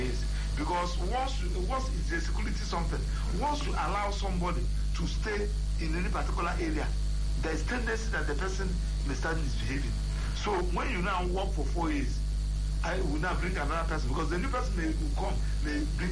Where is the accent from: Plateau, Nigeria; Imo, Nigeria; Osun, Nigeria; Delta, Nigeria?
Imo, Nigeria; Mbaise; And I'm from Mbise.